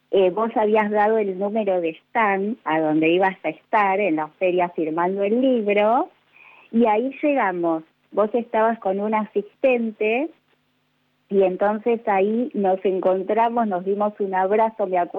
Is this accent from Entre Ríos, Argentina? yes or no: no; Banfield, Buenos Aires Province, Argentina; Desde siempre, desde ya 46 años que tengo hoy, viví siempre acá.